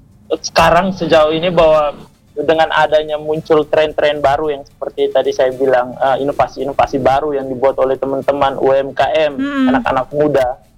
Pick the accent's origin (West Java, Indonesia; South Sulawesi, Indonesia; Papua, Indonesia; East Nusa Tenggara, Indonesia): East Nusa Tenggara, Indonesia; Ende; identitas kita sebagai orang ND, sebagai orang NTT.